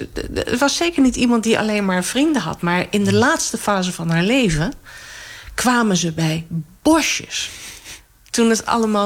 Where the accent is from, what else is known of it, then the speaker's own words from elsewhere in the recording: Harderwijk, Gelderland, Netherlands; Ik ben atheïstisch opgevoed in Harderwijk.